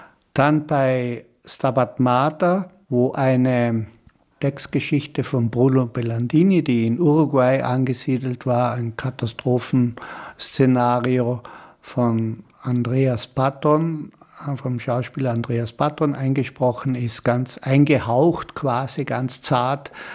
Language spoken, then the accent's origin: German; Kötschach-Mauthen, Carinthia, Austria; dass ich in Kötschaub-Mauthen in Kärnten, wo ich herkomme, der Erbe meiner Tante bin.